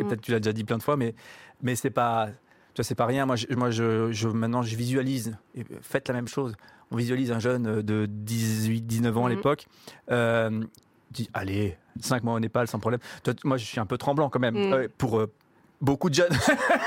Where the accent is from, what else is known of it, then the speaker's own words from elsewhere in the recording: France; en tant que Français, t'es fragile